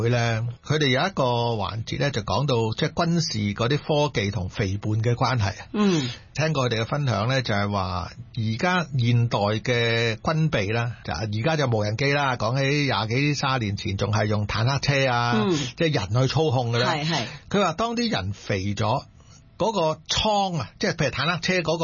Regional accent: Hong Kong; 我哋香港人特别都市人

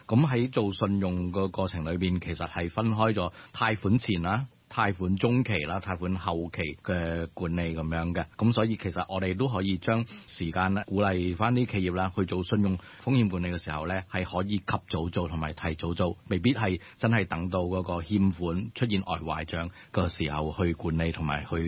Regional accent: Macau; 咁系嚟自于澳门嘅。咁我本身系澳门人啦，咁我就本身系澳门啦

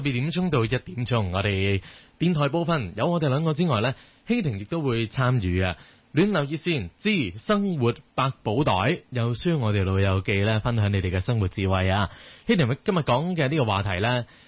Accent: Hong Kong; 我们香港人

